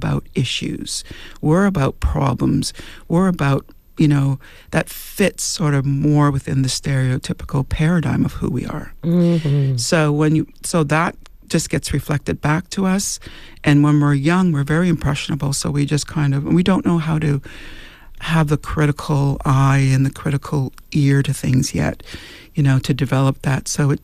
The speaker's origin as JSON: {"language": "English", "town": "Temagami", "region": "Ontario", "country": "Canada", "tie": "born or raised there", "said": "When I grew up in Tomogamy, Northern Ontario, but I think this is true for all across Canada, really"}